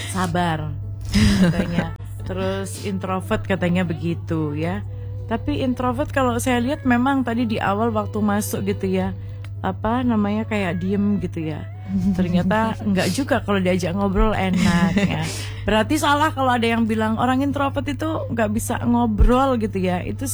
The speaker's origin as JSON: {"language": "Indonesian", "region": "Java", "country": "Indonesia", "said": "Kita harus bangga menggunakan perpaduan bahasa Indonesia dan Jawa. Orang memang kita orang Jawa ya."}